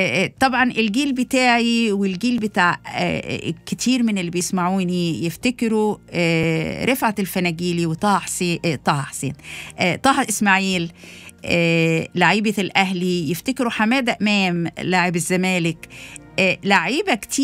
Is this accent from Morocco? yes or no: no; Egypt; أنا فخورة إن أنا أكون مصرية